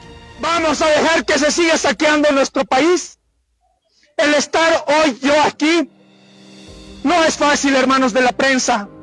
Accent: Bolivia

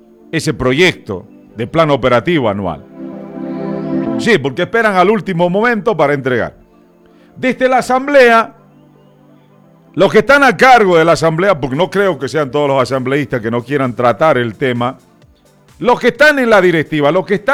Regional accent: Tarija, Bolivia

